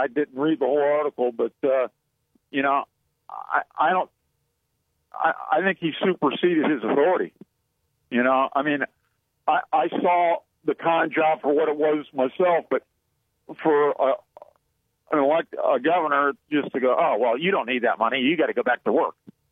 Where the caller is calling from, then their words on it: Akron, Ohio, United States; Hey, I'm calling from South Florida. I'll be back up in Akron in a few days.